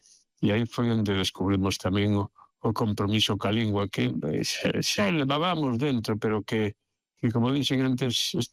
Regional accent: Pontevedra, Galicia, Spain; inda que son pontevedrés, non era pontevedrés de vivir no centro da vila, non? Entón, claro, a nós, como eu digo sempre, respecto do galego, educáronos en castelán.

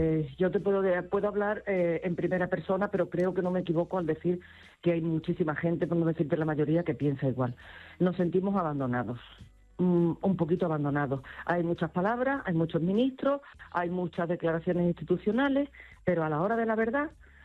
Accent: Ceuta, Spain; born there; now in Caldas de Reis, Spain; Yo digo los ceutis porque yo nací allí, pero que quede claro que mis padres fueron emigrantes gallegos allí y yo sigo siendo gallega, ¿vale? Por parte de padre y de madre. Y tengo aquí mi casa, que es donde estoy ahora, en Caldas de Rey, y mi familia. Y me siento igual de gallega que de ceutí.

